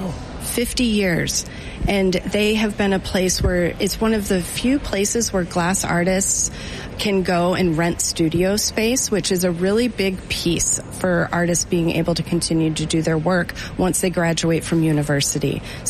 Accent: Georgia, United States; So I went to college at the Rhode Island School of Design, right out of Georgia.

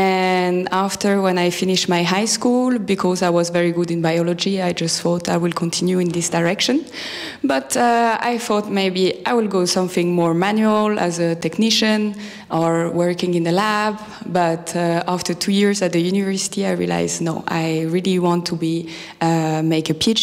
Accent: France; English is a second language; moved away as an adult; So I started my research next to my hometown, so in the northeast of France

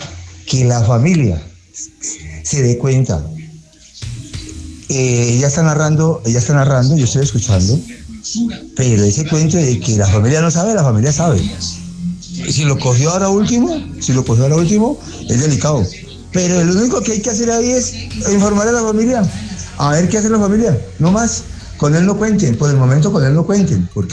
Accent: Cali, Valle del Cauca, Colombia; de Cali para el mundo

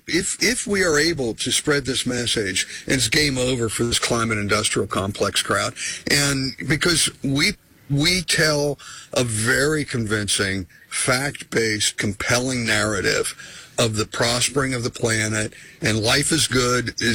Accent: Pennsylvania, United States; We see that I'm from my home state of Pennsylvania, just

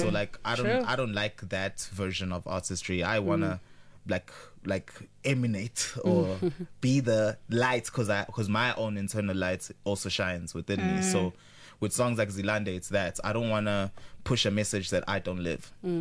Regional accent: Empangeni, KwaZulu-Natal, South Africa; born there; So I guess I was born in Empangeni in KZN

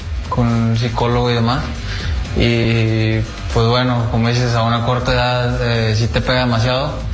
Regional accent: Mexico; somos todos, al final de cuentas, somos mexicanos, somos un país que está muy unido

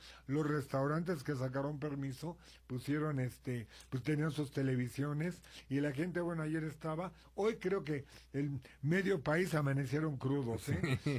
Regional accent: Mexico; como mexicanos debemos dar un buen ejemplo

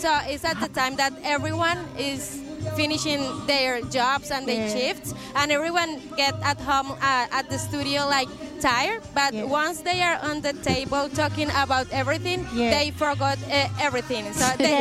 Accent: Colombia; English is a second language; moved away; most of us, we are from Colombia. We have one Brazilian girl.

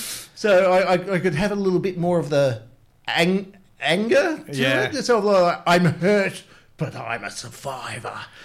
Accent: Australia; moved away; I grew up in the Mallee, moved away, came back to the Mallee for about 7 years before we moved up here.

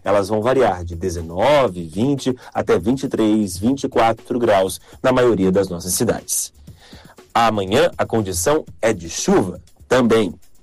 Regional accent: Itajaí, Santa Catarina, Brazil; now in Florianópolis, Brazil; destacando minha terrinha, Itajaí

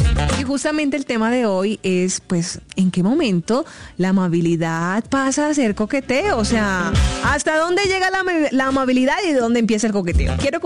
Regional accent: Caribbean coast, Colombia; born there; yo soy una mujer costera, nací en la costa norte de Colombia, soy costeña.

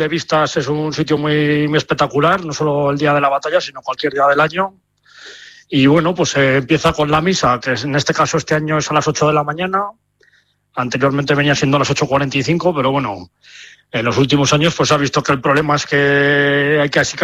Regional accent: Haro, La Rioja, Spain; los jarreros, ¿no? Que es el nombre que tenemos los que somos de aquí, de Haro, ¿no?

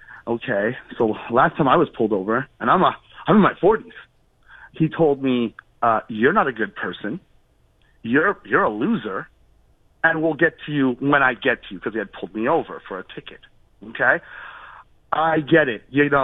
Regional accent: Montreal, Quebec, Canada; I'm black from Montreal, okay? And I'm telling you right now, Tootie, my community, they don't get anything.

